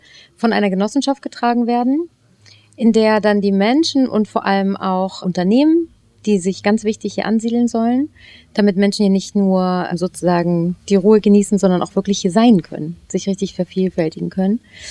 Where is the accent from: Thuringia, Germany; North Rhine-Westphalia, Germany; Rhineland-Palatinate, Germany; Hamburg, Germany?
Hamburg, Germany; ich komme ursprünglich aus Hamburg, habe das Stadtleben sehr ausgenutzt